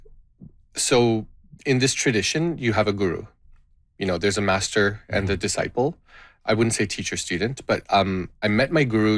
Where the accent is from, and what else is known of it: Canada; born there; first language Gujarati; English is a second language